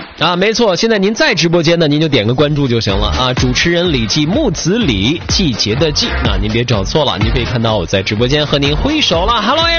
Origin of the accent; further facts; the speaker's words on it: China; 是我们中国人传统的一个美好的节日啊